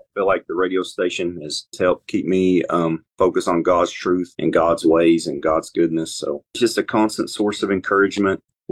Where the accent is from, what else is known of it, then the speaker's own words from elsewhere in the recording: Boone's Creek, Tennessee, United States; I'm from Boone's Creek here in Tennessee.